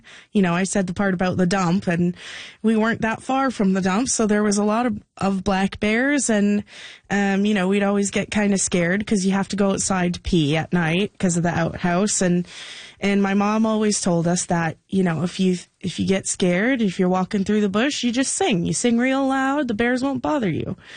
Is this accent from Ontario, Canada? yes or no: yes; South River, Ontario, Canada